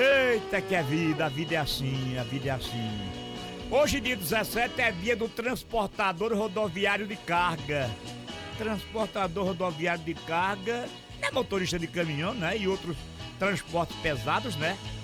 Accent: Limoeiro, Pernambuco, Brazil; eu sou natural de Limoeiro, mas também sou filho adotivo de Caruaru e sou filho adotivo de Santa Cruz do Capibaribe.

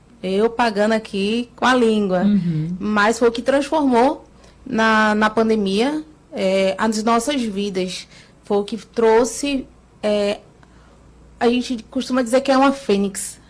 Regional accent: Vitória da Conquista, Bahia, Brazil; Eu sou de Vitória da Conquista, por isso que o nome ele é sugestivo.

